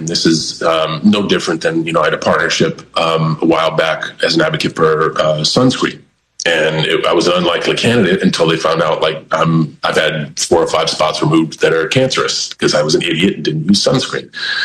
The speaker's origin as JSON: {"language": "English", "region": "New England", "country": "United States", "said": "We're all from New England and like me, Mark Wahlberg, Matt Damon kind of share some weird similarities"}